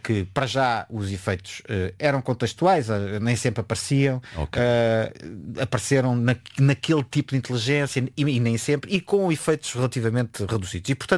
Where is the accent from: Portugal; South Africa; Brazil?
Portugal; Torres Vedras, Lisbon; Eu sou de Torres Vedras